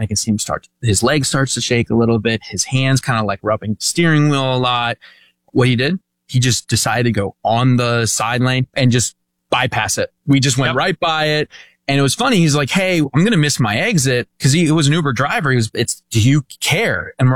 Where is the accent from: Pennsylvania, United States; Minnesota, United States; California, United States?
Pennsylvania, United States; now in Dallas, United States; there's where I'm in Dallas right now, drive some sketchy areas at Dallas, Philadelphia. I'm originally from Pennsylvania.